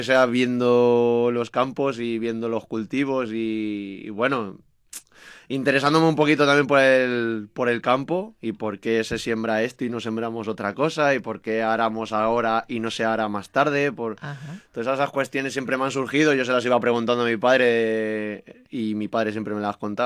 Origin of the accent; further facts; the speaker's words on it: San Martín de la Vega, Community of Madrid, Spain; Ya hablo de San Martín, que ¿sí? es mi zona, mi pueblo.